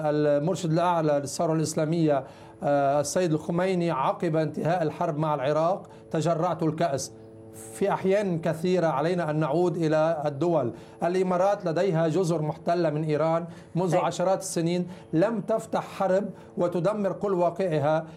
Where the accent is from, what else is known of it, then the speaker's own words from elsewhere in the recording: Lebanon; جميعنا كلبنانيين